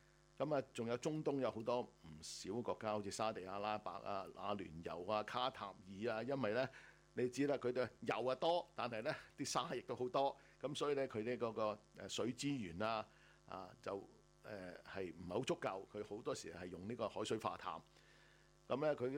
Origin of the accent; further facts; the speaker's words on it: Australia; 呢度值得我哋澳洲人咧自豪啊